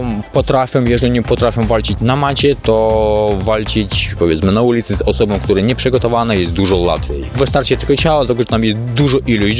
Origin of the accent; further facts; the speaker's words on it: Ukraine; Polish is a second language; now in Kraków, Poland; Jesteśmy z Ukrainy.